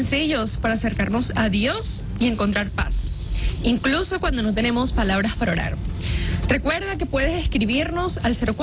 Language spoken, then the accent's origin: Spanish; Venezuela; pudieron pasar lo que estamos pasando como venezolanos